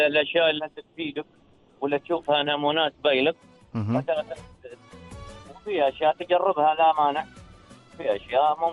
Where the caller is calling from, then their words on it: Sohar, Al Batinah North, Oman; والله حاليا نني عند البوابة في صحار.